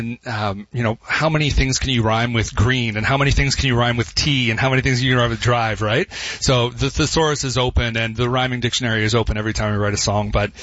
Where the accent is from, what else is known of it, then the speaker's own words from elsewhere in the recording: Ottawa, Ontario, Canada; We're from Ottawa, I'm from Ottawa.